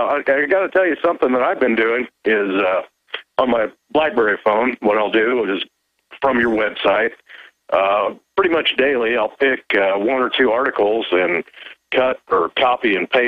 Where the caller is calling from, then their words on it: Illinois, United States; I'm trying to wage the info war here in West Central Illinois.